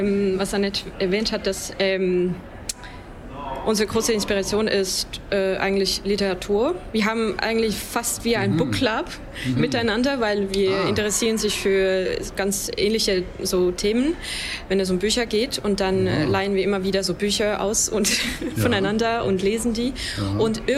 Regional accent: Estonia; first language Estonian; German is a second language; also wir lieben sehr unsere Muttersprache

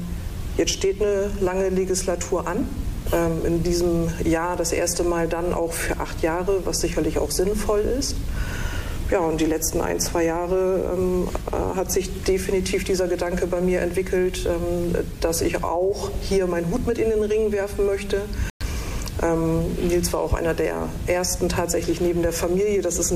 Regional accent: Nordenham, Lower Saxony, Germany; Ich bin hier in Nordenham schon geboren, aufgewachsen, also meine Kindheit, meine Jugend in Fedderwaddersiel, direkt also am Wasser, am Hafen tatsächlich. Ich komme auch dort aus einer Fischerfamilie, Krabbenfischerei

